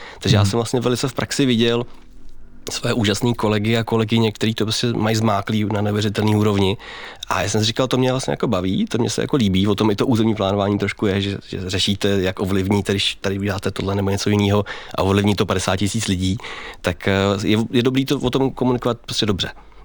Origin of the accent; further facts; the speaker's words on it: Sudetenland, Czechia; já jsem třeba ze Sudet